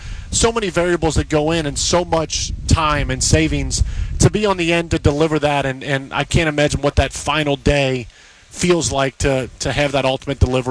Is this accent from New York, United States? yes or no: no; Cincinnati, Ohio, United States; Growing up in Cincinnati